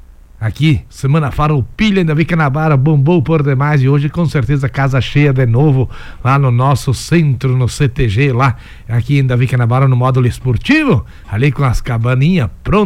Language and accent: Portuguese; Rio Grande do Sul, Brazil; nós que somos do Rio Grande do Sul aí